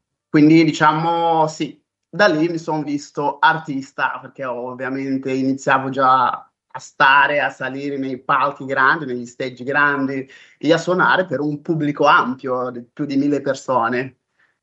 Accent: Beira, Sofala, Mozambique; moved away as an adult; also born or lived in Marromeu, Mozambique; now in Italy; sono nato a Marromeo, in Mozambico, in questo distretto, e poi sono cresciuto a Beira. Diciamo che è a Beira dove tutto ebbe inizio.

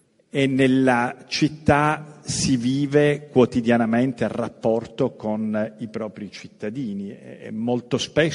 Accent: Bari, Apulia, Italy

